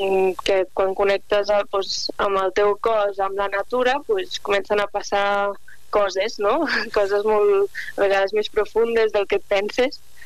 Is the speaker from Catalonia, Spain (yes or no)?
yes; Barcelona, Catalonia, Spain; moved away as an adult; now in Oliana, Spain; jo soc de Barcelona de tota la vida, vaig néixer allà i, bueno, semblarà una mica tòpic, no?, però bàsicament vaig arribar a Oliana, a l'Alt Urgell, per amor.